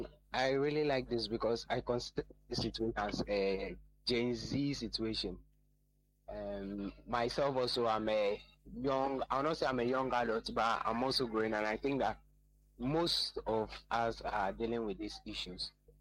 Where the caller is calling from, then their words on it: Dodoma, Tanzania; I'm calling from Dodoa.